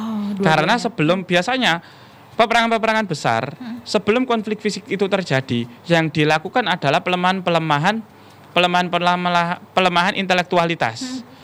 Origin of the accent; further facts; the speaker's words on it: East Java, Indonesia; karena memang saya Jawa Timur kan, asli saya memang Jawa Timur dan saya juga berdomisili di Jawa Timur